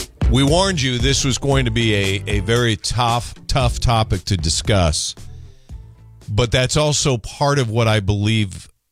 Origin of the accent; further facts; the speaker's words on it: Edina, Minnesota, United States; moved away; I grew up in Edina.